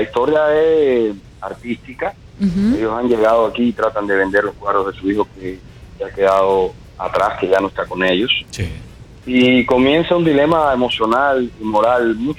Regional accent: Cuba; now in Miami, United States; Ese pedazo de cosas que nos ha tocado a nosotros como familia cubana, estar divididos

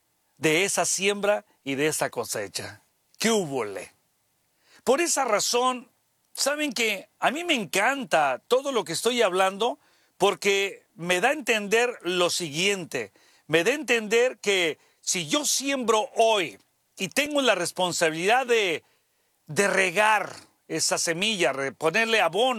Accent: Santiago Ixcuintla, Nayarit, Mexico; born there; moved away; yo soy de Nayarit. Y qué bonito este Pic y todo Nayarit. Qué lindo es mi Santiago, lugar donde nací.

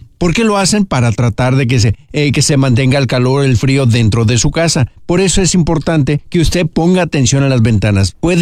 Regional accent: Michoacán, Mexico; now in Fresno, United States; allá en mi tierra, en mi Michoacán hermoso

